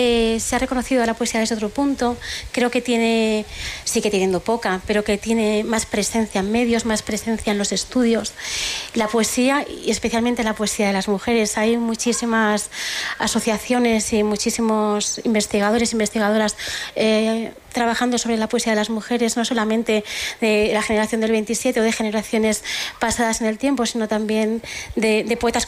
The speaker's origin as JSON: {"language": "Spanish", "town": "Soria", "region": "Castile and León", "country": "Spain", "lives_now": "Madrid, Spain", "said": "te voy a confesar que venimos de Madrid, pero jugamos en casa porque somos sorianas, y la verdad es que estar en Soria siempre es estar en casa."}